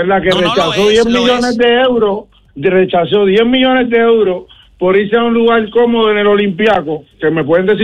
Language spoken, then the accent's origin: Spanish; San Juan, Puerto Rico; moved away; yo soy natural de San Juan y ahora mismo estoy en Delmer y estoy 2 horas menos